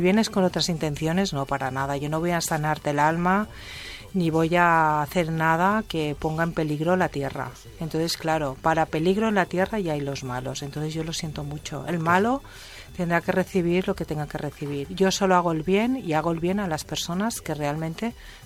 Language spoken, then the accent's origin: Spanish; Catalonia, Spain; Y soy española y soy catalana